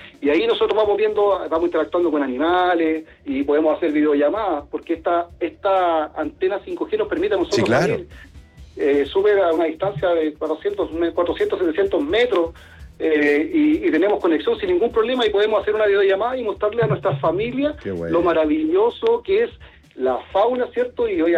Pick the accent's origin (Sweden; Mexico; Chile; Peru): Chile; Y le hablamos de Chile, en realidad, lo importante que para nosotros como chilenos cuidar la Antártica y para qué estamos aquí.